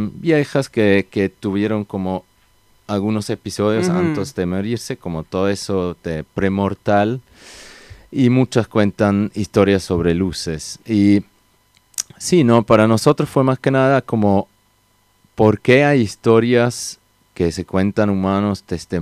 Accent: Switzerland; mismo yo que vengo de Suiza, y Suiza es un país, creo que se hizo, o sea, hoy en día es bastante escéptico, digamos.

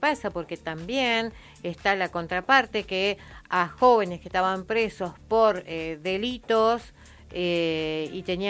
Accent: General Roca, Río Negro, Argentina; Hola, buenos días … de General Roca.

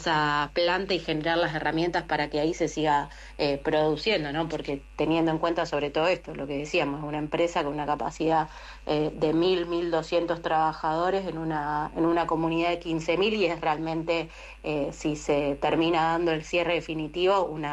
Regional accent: Colón, Buenos Aires Province, Argentina; yo particularmente soy de Colón, provincia de Buenos Aires, una ciudad chica de 27.000 habitantes

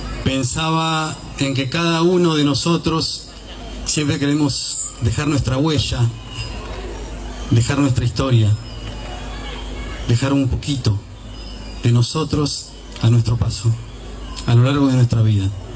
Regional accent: Buenos Aires Province, Argentina; now in General Arenales, Argentina; En realidad no, no soy nacido acá. Soy del conurbano.

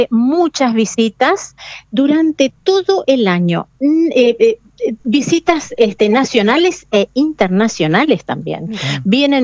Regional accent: Yapeyú, Corrientes, Argentina; yo soy nacida, criada acá en Yapeyú

